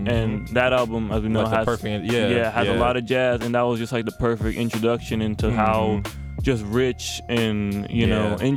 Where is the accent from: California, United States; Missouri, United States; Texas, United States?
California, United States; Auburn; born or raised there; also born or lived in Martinez, California